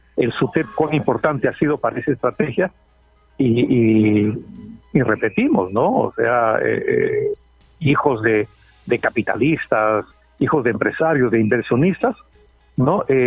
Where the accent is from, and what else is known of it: Peru